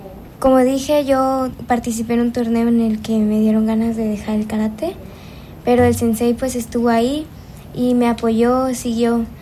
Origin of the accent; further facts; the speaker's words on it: Zihuatanejo, Guerrero, Mexico; Sí, soy de aquí, de Cihuatanejo.